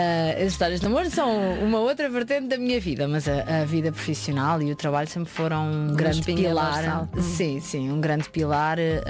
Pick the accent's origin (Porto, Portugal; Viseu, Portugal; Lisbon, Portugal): Lisbon, Portugal; also born or lived in Mação, Portugal; Eu sou de Lisboa, nascida, criada, com uma enorme ligação ao Ribatejo, nomeadamente a Mação, que é o centro do país.